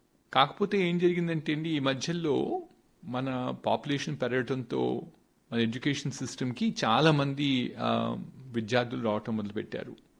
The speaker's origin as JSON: {"language": "Telugu", "town": "Khammam", "region": "Telangana", "country": "India", "tie": "born or raised there", "also_born_or_lived": "Visakhapatnam / Kakinada / Vijayawada", "said": "వైజాగ్లో చదువుకున్నాను, కాకినాడలో చదువుకున్నాను, విజయవాడలో చదువుకున్నాను, మా ఊరు ఖమ్మం జిల్లా పరిషత్ హై స్కూల్లో కూడా చదువుకున్నానండి 1 సంవత్సరం."}